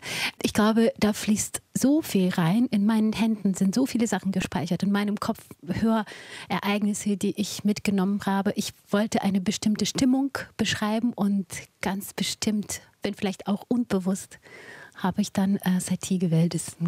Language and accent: German; Ukraine; moved away as an adult; now in Germany; Ich bin in der Ukraine geborene Judin und bin mit 19 nach Deutschland gekommen.